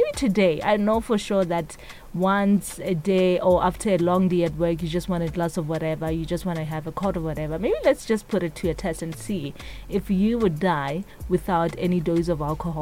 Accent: South Africa; You know how we are as South Africans

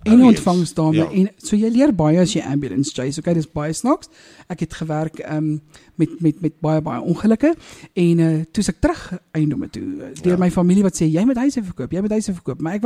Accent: Sasolburg, Free State, South Africa; also born or lived in Parys; ek dink ek was 6 maande oud het ons Sasolburg toe getrek. So ek besit nog steeds my ouers se woning waar ek groot geword het. 50 jaar.

